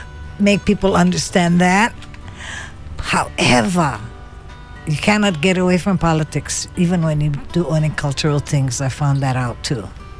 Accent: Hawaii, United States; we're Hawaiian. We're a Hawaiian nation.

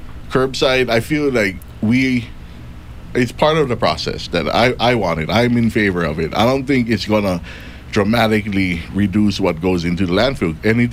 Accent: Kauai, Hawaii, United States; being born and raised on Kauai

